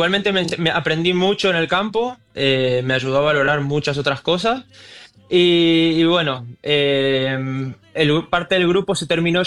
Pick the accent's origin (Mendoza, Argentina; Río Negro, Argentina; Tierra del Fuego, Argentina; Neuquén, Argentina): Mendoza, Argentina; moved away as an adult; also born or lived in Barcelona, Spain; now in Spain; soy de Mendoza.